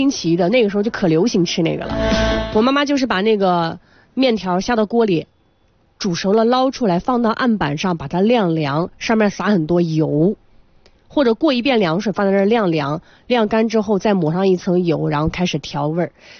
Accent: Shanxi, China

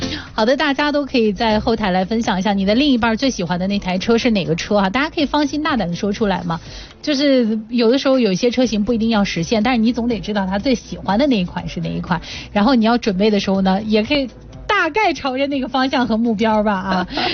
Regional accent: Shanxi, China; 我们山西人

